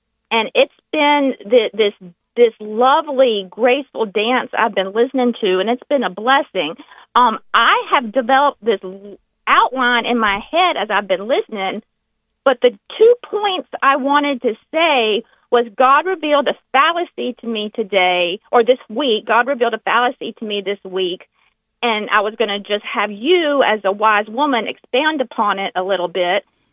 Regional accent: the South, United States; accent: Southern; now in Northern Virginia, United States

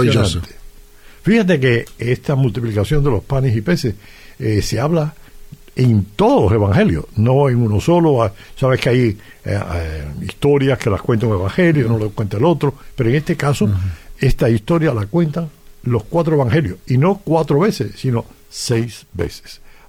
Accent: Cuba; moved away; No, en Cuba ya una vez que salí de Cuba.

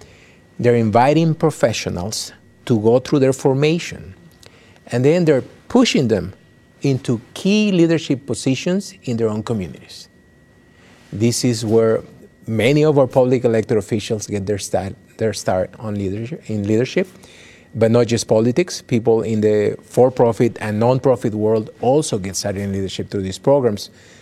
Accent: Lima, Peru; now in United States; Peru. Lima, Peru.

